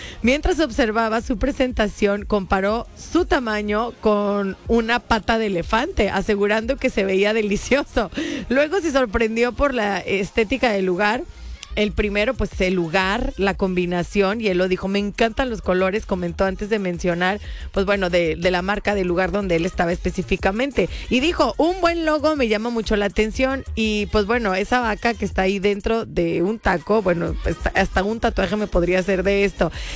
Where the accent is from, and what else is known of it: Mexico